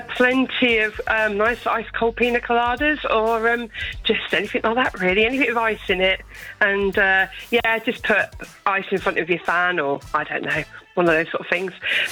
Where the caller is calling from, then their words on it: Peterborough, East of England, United Kingdom; I'm from Peterborough.